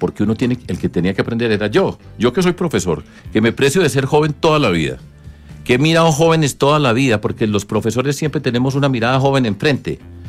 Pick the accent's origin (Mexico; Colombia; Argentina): Colombia; Medellín, Antioquia; now in Bogotá, Colombia; yo que vengo de Medellín, he vivido muchos años acá y amo mi tierra, por supuesto, pero quiero Bogotá y aquí he tenido muchas oportunidades, y aquí estudié, trabajé